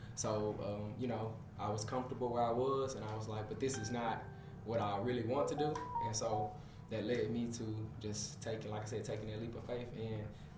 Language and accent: English; Little Rock, Arkansas, United States; I'm a full-time personal trainer. I grew up here in Little Rock, Arkansas. Went to Central High.